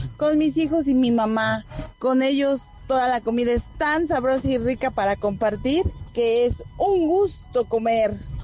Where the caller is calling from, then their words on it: Puebla, Mexico; tengo 42 años y los escucho desde Villa Frontera y de todos lados porque andamos trabajando.